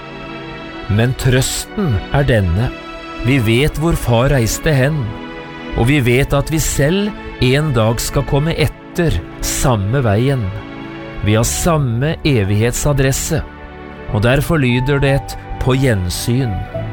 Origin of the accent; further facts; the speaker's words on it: Notodden, Telemark, Norway; Gransherad kirke, som ligger cirka 3 mil fra Notodden, hjembyen min.